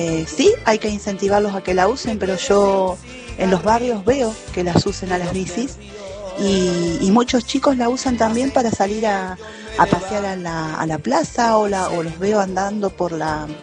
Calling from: Potrero de los Funes, San Luis, Argentina; desde Potrero de los Funes, San Luis.

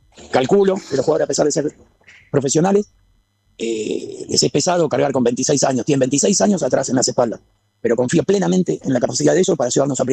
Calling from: Buenos Aires, Argentina; Yo soy de Ferro … de Caballito.

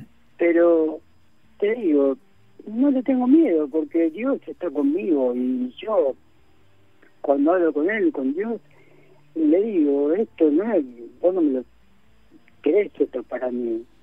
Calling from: Virrey del Pino, Buenos Aires Province, Argentina; yo soy de Virrey del Pino

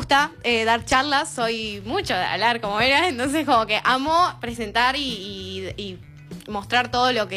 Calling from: Alta Italia, La Pampa, Argentina; Yo soy de Alta Italia, La Pampa.

